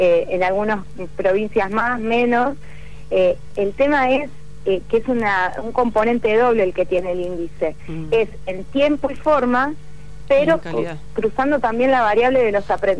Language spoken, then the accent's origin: Spanish; Argentina; yo soy de Buenos Aires